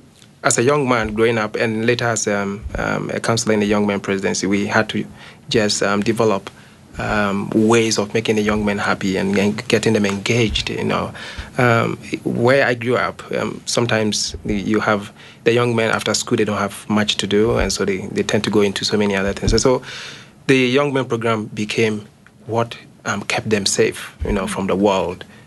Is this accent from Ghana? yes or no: yes; Ghana; Well, growing up in Ghana as a young man, I was baptized when I was 13